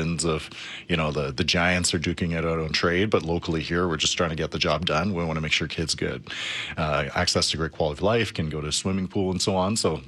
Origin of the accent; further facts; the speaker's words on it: Calgary, Alberta, Canada; because I grew up in Northeast Calgary